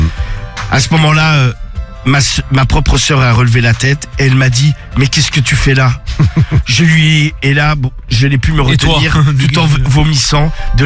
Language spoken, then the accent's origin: French; Troyes, Grand Est, France; j'ai 33 ans et je suis de Troyes.